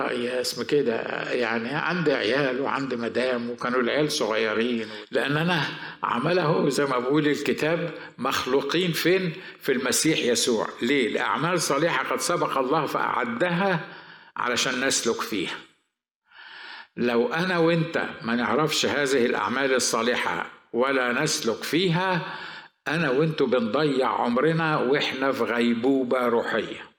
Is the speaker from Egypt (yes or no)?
yes; Egypt